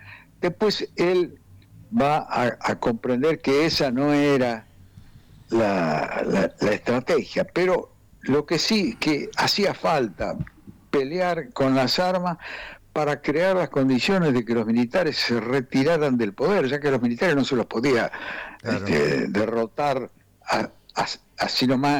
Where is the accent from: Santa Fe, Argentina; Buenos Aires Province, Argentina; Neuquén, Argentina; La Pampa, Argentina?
La Pampa, Argentina; con la provincia de La Pampa, de donde soy oriundo yo.